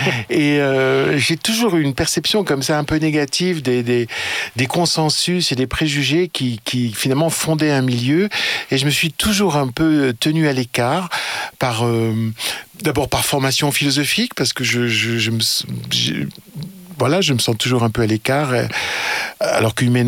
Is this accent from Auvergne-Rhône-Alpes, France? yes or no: yes; Lyon, Auvergne-Rhône-Alpes, France; born there; Je suis né à Lyon